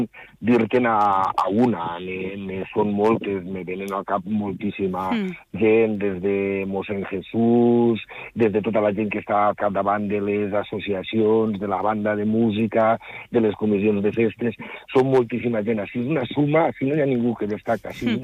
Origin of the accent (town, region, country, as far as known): Atzeneta, Valencian Community, Spain